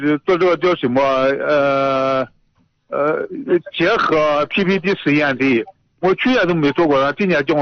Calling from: Yuncheng, Shanxi, China; 我是玉城市盐湖区，盐湖区东国地的。

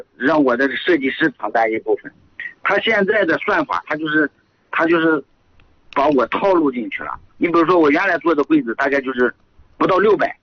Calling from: Wenxi, Shanxi, China; 我是闻喜的。

